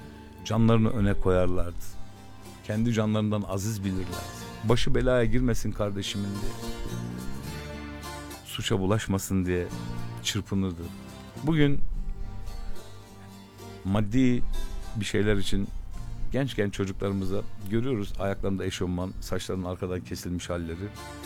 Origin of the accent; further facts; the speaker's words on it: Ankara, Turkey; Kaldığım dönemde 8 yıl İstanbul'da kaldım. Bize uymaz abi. Biz Ankara'da yetişmişiz burada. Benim muhitimde, benim yaşadığım yerde başkaydı her şey.